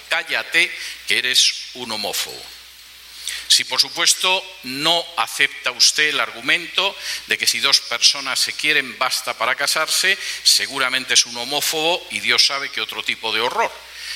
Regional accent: Spain; moved away; en mi país de origen, en España

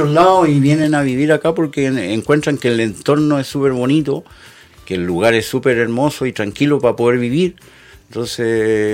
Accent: Puerto Montt, Los Lagos, Chile; Puerto Montt, por ejemplo, yo originariamente vine desde Puerto Montt, y Puerto Montt, igual cuando yo vivía allá, no era tan grande, tenía 100.000 habitantes.

